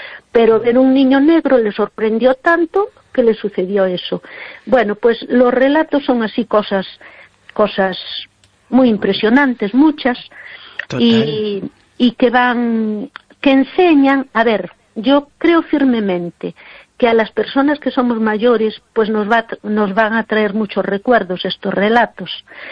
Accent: Galicia, Spain; nosotros que somos tan gallegos

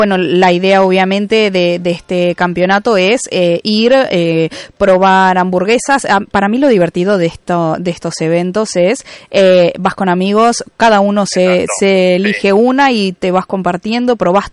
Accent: Uruguay; moved away; no soy argentina, soy uruguaya

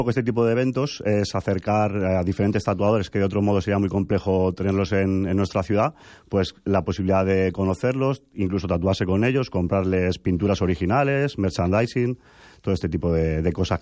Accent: Madrid, Community of Madrid, Spain; moved away as an adult; now in A Coruña, Spain; Sí, yo resido aquí desde hace 11 años. Yo soy madrileño.

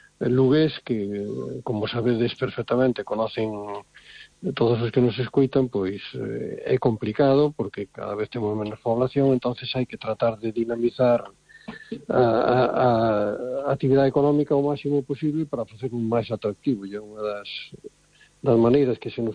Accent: Galicia, Spain

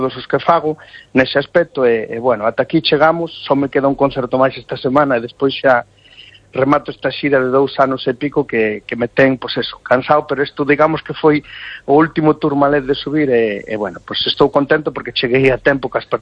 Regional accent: Galicia, Spain

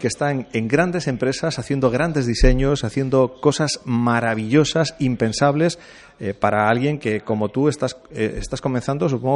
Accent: Ferrol, Galicia, Spain; los de Ferrol somos muy cuadriculados

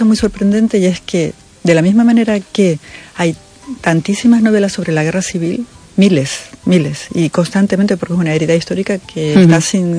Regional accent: Spain; Yo desde luego como española me siento muy, muy orgullosa de que en mi país haya gente así en la historia

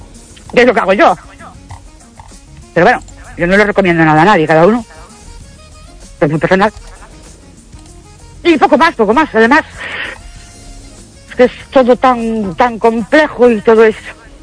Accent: Ourense, Galicia, Spain; Buenas noches … de Orense.

